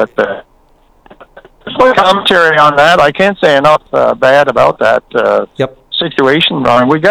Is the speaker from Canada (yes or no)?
yes; Newfoundland and Labrador, Canada; I talk about my hometown of Northover